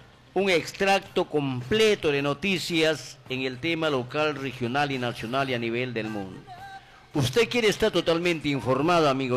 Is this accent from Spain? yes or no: no; Ucayali, Peru; en nuestra región de Ucayali, especialmente, ¿no?, provincia de Parabat.